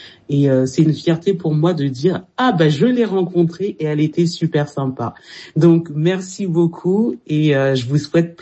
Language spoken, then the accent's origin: French; Champigny-sur-Marne, Île-de-France, France; moved away; Je viens de Seine-et-Marne. Mais avant ça, j'ai passé ma petite enfance à Champigny-sur-Marne.